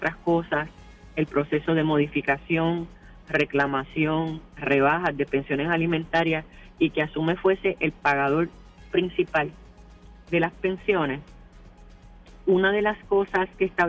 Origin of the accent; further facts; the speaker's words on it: Puerto Rico; por nosotros ser un territorio no incorporado, a pesar de que seamos ciudadanos americanos